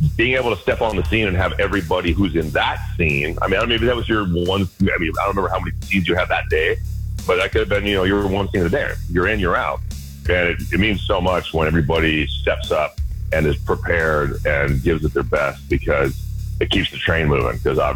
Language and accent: English; Berkeley, California, United States; I grew up in Berkeley, you know, it was kind of just part of the fabric of the town.